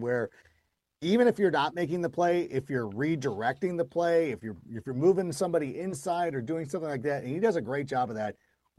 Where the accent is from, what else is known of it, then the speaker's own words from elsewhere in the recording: California, United States; Miguel's Jr. is not close. It's from my hometown. But Miguel's Jr., Don Ramon's, anybody in the Southern California area.